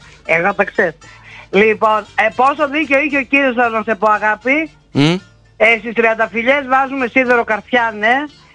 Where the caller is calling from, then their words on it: Pentalofos, Greece; είμαι από την Πεντάλοφο